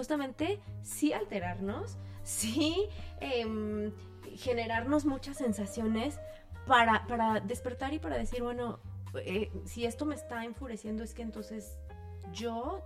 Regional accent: Mexico; en México estamos buscando quién nos materne o nos paterne

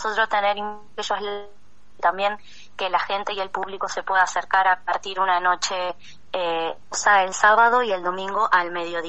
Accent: San Luis, Argentina; somos de San Luis

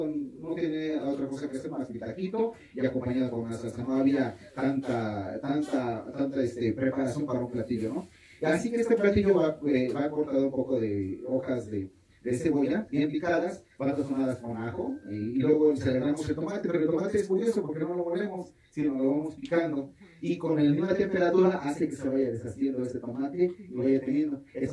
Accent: San Andrés Cholula, Puebla, Mexico; yo vengo de la comunidad de San Manuel Tlaxcalancingo, en San Andrés Cholula

